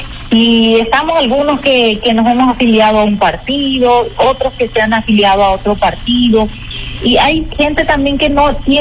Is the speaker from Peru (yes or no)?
no; Paraguay